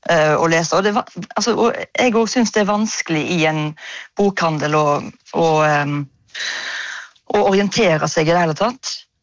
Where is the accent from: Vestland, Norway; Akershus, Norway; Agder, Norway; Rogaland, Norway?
Rogaland, Norway; Ølen; så kjørte vi til Mosjøen fra Ølen, der jeg vokste opp